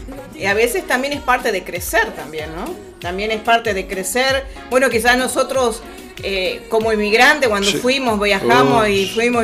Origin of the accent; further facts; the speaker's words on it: Uruguay; Hemos pasado tantas cosas los uruguayos.